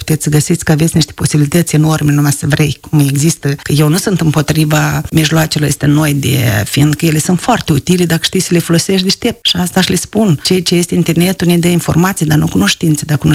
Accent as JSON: {"language": "Romanian", "country": "Moldova", "said": "a văzut că sunt doi oameni din Moldova"}